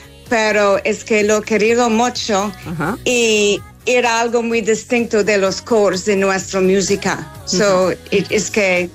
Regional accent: Dundalk, Leinster, Ireland; born or raised there; Spanish is a second language

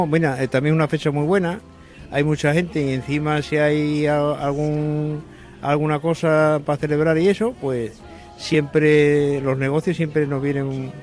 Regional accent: Cantabria, Spain; now in Cádiz, Spain; Yo sé, nací en Cádiz, pero yo me he criado en Cantabria.

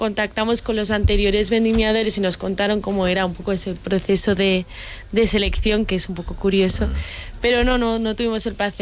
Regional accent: Logroño, La Rioja, Spain; yo soy de Logroño.

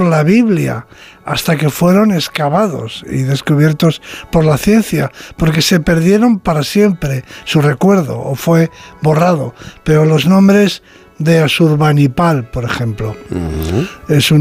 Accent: Spain; Me confirma en lo que siempre he pensado, de que somos los españoles un pueblo culto.

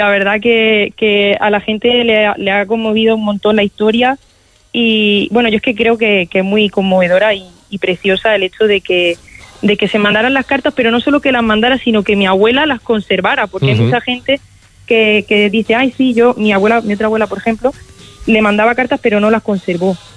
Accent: Region of Murcia, Spain; Nosotros somos de un pueblo de 1,000 habitantes. Entonces la mili fue la primera salida en la que mi abuelo salió del pueblo y llegó a la ciudad de Murcia, porque nosotros somos de Murcia.

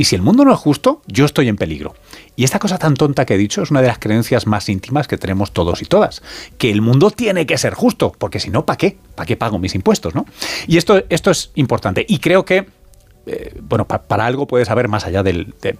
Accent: Tomelloso, Castilla-La Mancha, Spain; El de mi padre, el de mi familia … de Tomelloso.

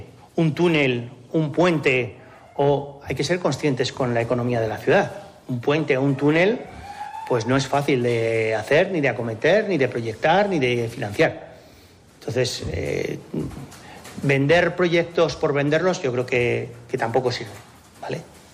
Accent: Segovia, Castile and León, Spain; todos los segovianos tenemos derecho a acceder al casco histórico.

